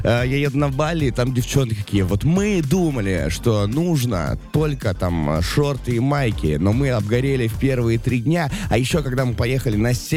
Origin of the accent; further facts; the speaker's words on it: Magadan, Magadan Oblast, Russia; Я человек из Магадана, я изнеженный природой.